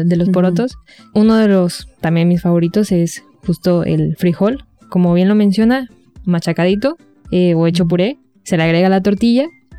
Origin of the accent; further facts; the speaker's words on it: Mexico; importante para nosotros como mexicanos, es parte de nuestra cultura